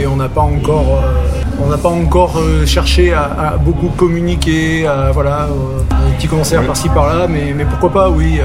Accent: Aubenas, Auvergne-Rhône-Alpes, France; On vient d'Aubenas, voilà, on travaille en circuit court, on est des locaux.

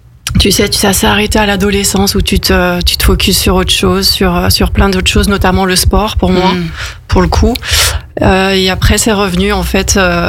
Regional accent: Auvergne-Rhône-Alpes, France; born there; je suis savoyarde de naissance.

